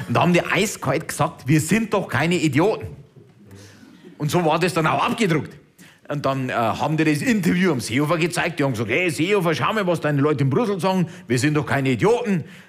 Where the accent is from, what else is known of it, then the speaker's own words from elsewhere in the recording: Bavaria, Germany; wieso sehen Sie als Bayer dieses ganze Euro-Thema so süffisant?